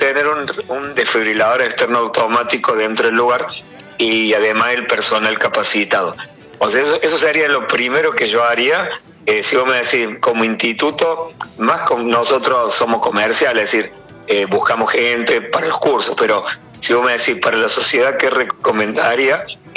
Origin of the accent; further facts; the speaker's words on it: Córdoba, Argentina; nosotros somos de Córdoba, y bueno, en Córdoba estamos avanzados